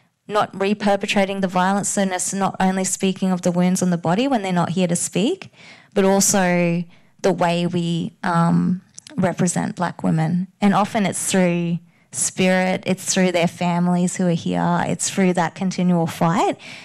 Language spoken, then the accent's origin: English; Rockhampton, Queensland, Australia; which is 2 hours from my hometown of Rockhampton.